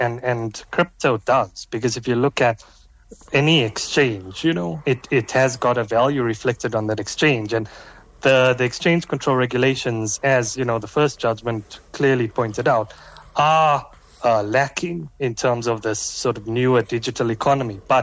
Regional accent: South Africa; as a South African citizen

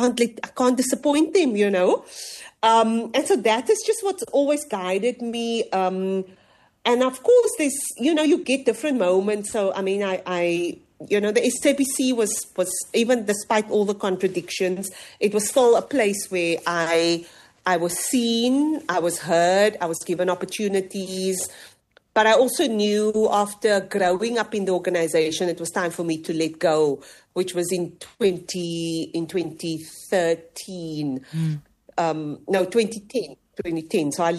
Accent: Cape Town, Western Cape, South Africa; moved away; I'm from the Cape Flats. I'm from Mitchells Plain. These are my people.

